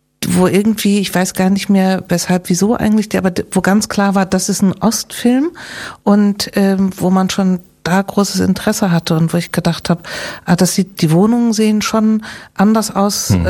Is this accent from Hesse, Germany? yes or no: no; Hamburg, Germany; Ja, das sage ich als Hamburgerin.